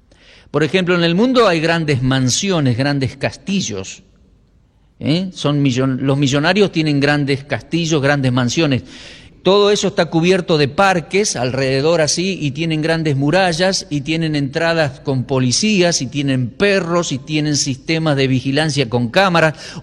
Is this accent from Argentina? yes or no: yes; Argentina; Yo tengo pasaporte argentino, porque, bueno, soy argentino